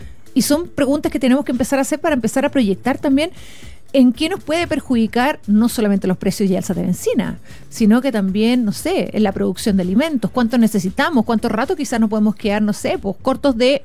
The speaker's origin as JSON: {"language": "Spanish", "country": "Chile", "said": "Nosotros como chilenos ya aprendimos un poco después de la pandemia"}